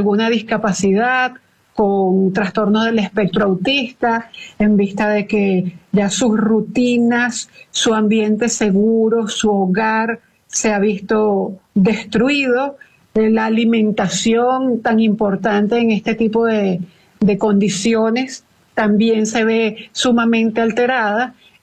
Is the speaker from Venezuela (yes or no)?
yes; Venezuela; nosotros como venezolanos somos una población que de todo sacamos un chiste